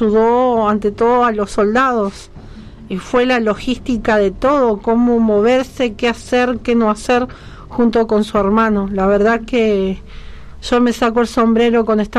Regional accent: Buenos Aires, Argentina; also born or lived in Salta; será porque parte de mi crianza fue en Salta, a pesar que yo soy de Buenos Aires

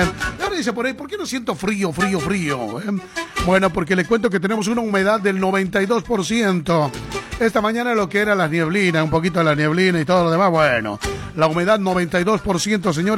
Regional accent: Bolivia

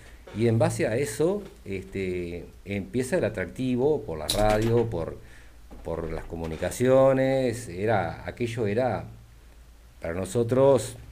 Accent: Maldonado, Uruguay; born there; En mi adolescencia, acá en Maldonado

